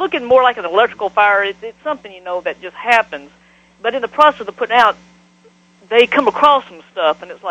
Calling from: Leeds, Alabama, United States; I'm calling from Leeds, Alabama.

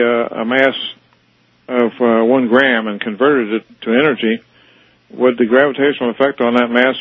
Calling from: Walton, Kentucky, United States; I'm in Walton, Kentucky.

